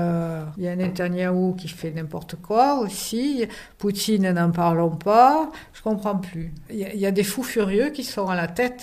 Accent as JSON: {"language": "French", "region": "Southern France", "country": "France", "said": "Après, sinon, non, quand on vient du sud de la France, Montréal, le Canada."}